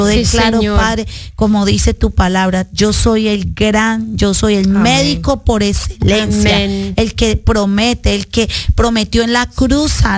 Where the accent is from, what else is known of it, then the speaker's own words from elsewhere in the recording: Guayabo, Puerto Rico; Pido oración por … Somos de Guayabo, Puerto Rico.